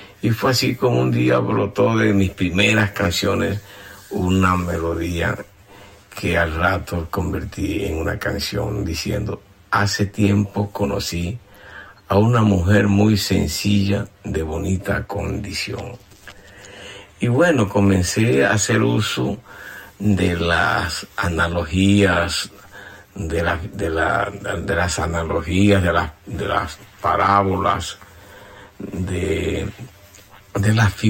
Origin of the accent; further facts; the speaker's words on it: San Juan del Cesar, La Guajira, Colombia; ella llega a San Juan del César a estudiar en la Escuela Normal de Señoritas, allá en mi tierra